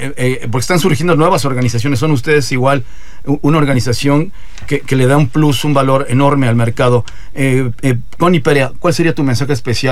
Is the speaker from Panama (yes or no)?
no; Mexico; somos mexicanos